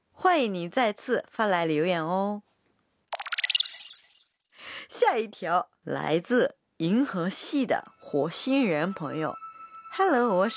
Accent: Yamaguchi, Japan; Chinese is a second language; moved away; 我的故乡山口也有不少美景，有些景色我从小就特别熟悉。

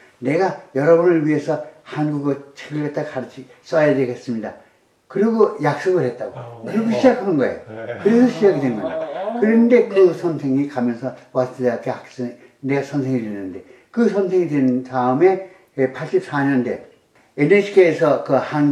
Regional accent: Seoul, South Korea; born there; 근데 내가 하는 나 서울 태생인데

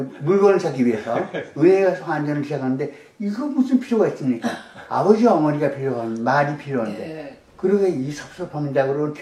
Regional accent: Seoul, South Korea; born there; 근데 내가 하는 나 서울 태생인데

